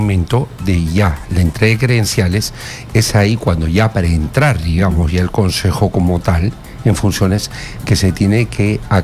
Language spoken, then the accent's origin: Spanish; Peru; Y tengo como una autocrítica también como peruanos que somos y peruanos de a pie.